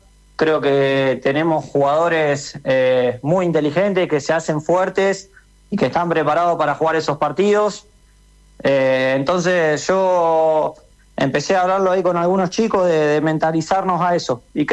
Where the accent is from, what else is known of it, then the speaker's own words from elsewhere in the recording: Rosario, Santa Fe, Argentina; soy de Rosario, mi familia y yo, bueno, somos muy muy de Central